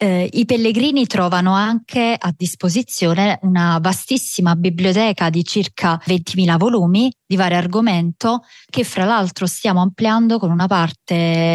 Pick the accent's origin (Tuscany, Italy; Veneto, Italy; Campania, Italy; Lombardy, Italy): Campania, Italy; Naples; noi siamo di Napoli Centro